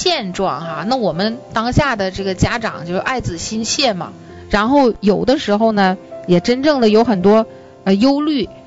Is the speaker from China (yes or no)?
yes; Northeast China, China